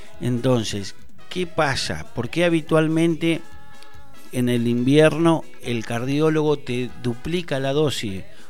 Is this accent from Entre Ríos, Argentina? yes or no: yes; Paraná, Entre Ríos, Argentina; yo en realidad soy de Villa Almendral.